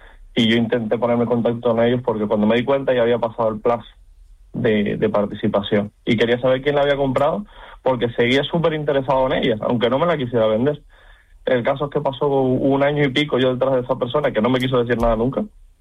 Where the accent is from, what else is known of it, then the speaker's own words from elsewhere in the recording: Canary Islands, Spain; Aparte de que me considero un canario completo, o sea, miro por y para Canarias.